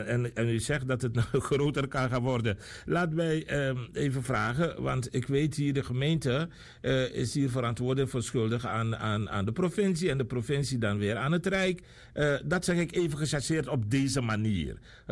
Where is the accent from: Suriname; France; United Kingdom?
Suriname; Onverwacht, Para; In Suriname weet ik, ik kom van Para, onverwacht